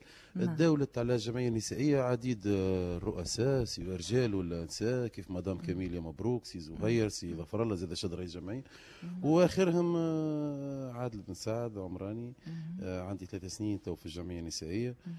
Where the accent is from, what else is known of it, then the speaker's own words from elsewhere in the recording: Gafsa Governorate, Tunisia; بنات من قفصة، بنات بلادي